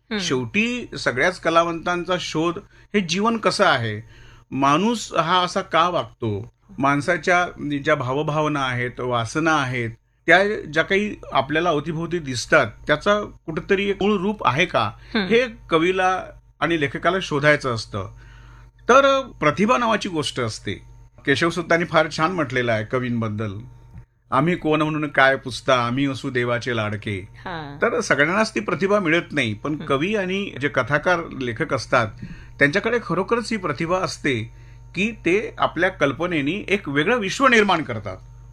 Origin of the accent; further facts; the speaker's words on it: Gadchiroli, Maharashtra, India; मी मूळचा गडचिरोलीचा, तिथं आदिवासी बहुल असा तो आमचा प्रांत आहे. माझे वडील आदिवासी भागात शिक्षक होते, त्यांच्यासोबत मी आदिवासी गावांमध्ये खूप फिरलेलो आहे. आणि त्याशिवाय आमचा जो झाडीपट्टीचा चार जिल्ह्यांचा प्रदेश आहे, चंद्रपूर, गडचिरोली, भंडारा